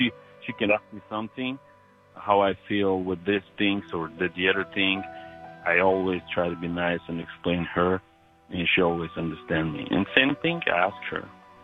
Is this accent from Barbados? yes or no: no; Ukraine; Originally, I'm from Ukraine, but my nationality is not Ukrainian. I'm Bulgarian.